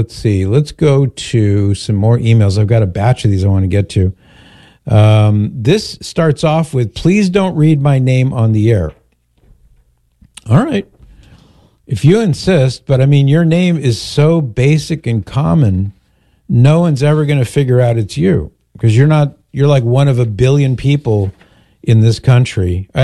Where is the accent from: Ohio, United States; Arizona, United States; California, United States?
California, United States; Mission Viejo; where I grew up in Mission Viejo